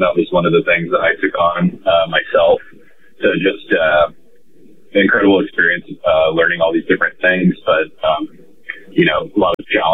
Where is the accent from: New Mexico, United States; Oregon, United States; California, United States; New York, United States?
Oregon, United States; also born or lived in Ashland, Oregon / Cloverdale, Oregon (Oregon coast); now in Portland, United States; I was born in Ashland and raised in Southern Oregon. My dad's a logger. My grandfather and my dad are both loggers, and they own a company. So I moved around a little bit around Oregon as a kid